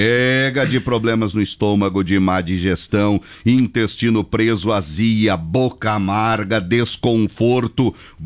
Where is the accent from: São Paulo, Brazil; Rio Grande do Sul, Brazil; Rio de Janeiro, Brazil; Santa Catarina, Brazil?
Santa Catarina, Brazil; Caçador; diz lá na minha terra, o caboclo diz assim, nós cabocão lá em Caçador